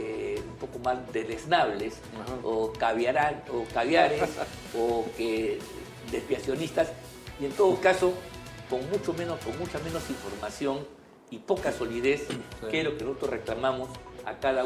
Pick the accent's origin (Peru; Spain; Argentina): Peru; Pero esa es la nación peruana, eso es lo que somos nosotros, peruanos.